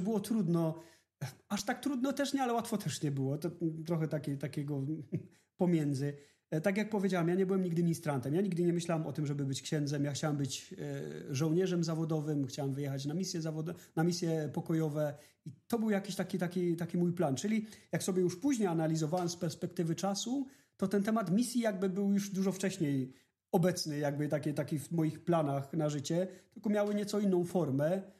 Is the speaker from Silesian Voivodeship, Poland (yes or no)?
yes; Silesian Voivodeship, Poland; now in Norway; ja pochodzę ze Śląska